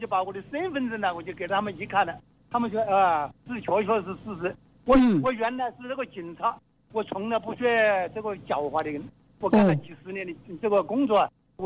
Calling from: Tianmen, Hubei, China; 我是天门。

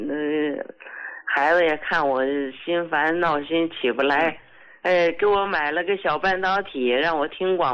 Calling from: Northeast China, China; 哎，胡老师，我是东北的一个患者

